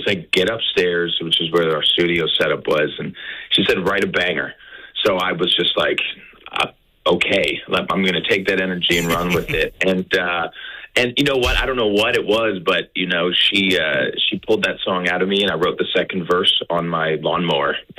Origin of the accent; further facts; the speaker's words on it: Canada; also born or lived in Nashville; I'm so happy to be home. I love being Canadian.